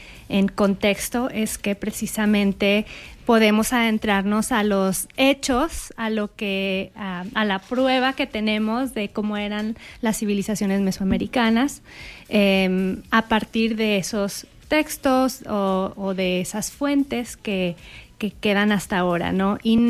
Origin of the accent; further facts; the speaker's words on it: Gómez Palacio, Durango, Mexico; moved away as an adult; also born or lived in Torreón, Coahuila / Monterrey, Nuevo León; yo soy de aquí, de Torreón, nací en Torreón, crecí en Gómez Palacio, hice la preparatoria en el TEC de Monterrey, Campus Laguna, y luego me fui a estudiar a Monterrey. Y ahí estudié letras españolas.